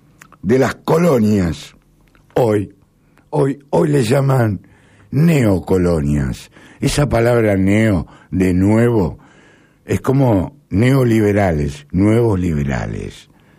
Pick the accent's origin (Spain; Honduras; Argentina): Argentina